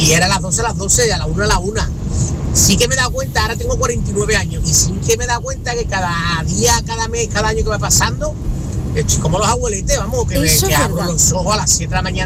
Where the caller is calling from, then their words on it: Seville, Andalusia, Spain; de Sevilla, hoy en ruta por aquí, por mi tierra.